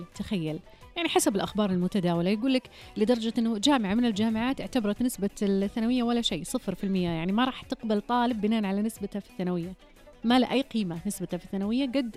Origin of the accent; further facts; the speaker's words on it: Saudi Arabia; ويبدأ عندنا فصل الخريف في السعودية.